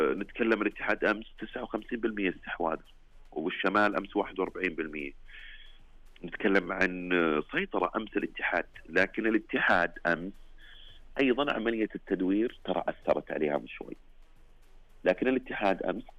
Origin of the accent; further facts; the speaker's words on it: Saudi Arabia; احنا كسعوديين